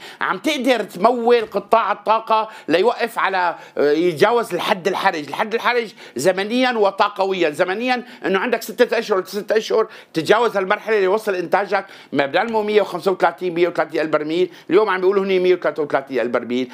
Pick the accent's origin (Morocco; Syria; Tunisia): Syria; ولكن شركة أجنبية حتى لو أنا كمواطن سوري مهندس لما فني عم بشتغل مع شركة أجنبية